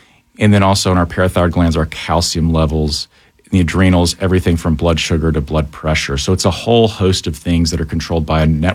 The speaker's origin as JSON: {"language": "English", "town": "Dahlonega", "region": "Georgia", "country": "United States", "said": "So I'm originally from Dahlonega, Georgia. My mother was a primary care physician up there until she most recently retired."}